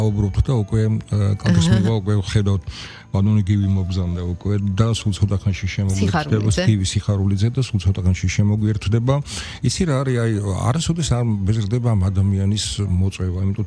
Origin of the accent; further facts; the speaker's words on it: Tbilisi, Georgia; born there; მე მიყვარს ყველა ქალაქი, მაგრამ თბილისი მიყვარს, იმიტომ რომ აქ დავიბადე